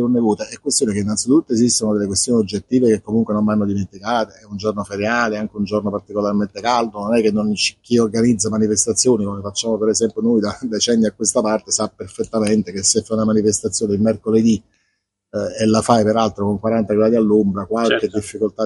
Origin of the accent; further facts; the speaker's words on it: Naples, Campania, Italy; nella mia città, perché sono napoletano